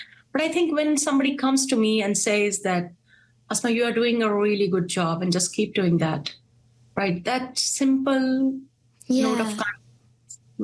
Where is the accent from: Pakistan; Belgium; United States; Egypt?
Pakistan; now in New Zealand; we have got a great history over here as Pakistani. We are very hardworking people, mostly very professional and mostly highly skilled migrants that come from, you know, Pakistan to New Zealand